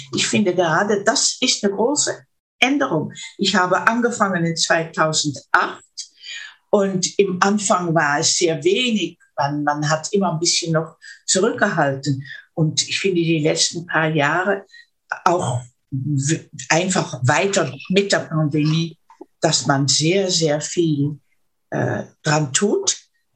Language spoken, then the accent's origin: German; Netherlands; German is a second language; ich bin ja Niederländerin, ne, nicht, ab und zu ist es nicht so einfach, um mich auf Deutsch richtig auszudrücken.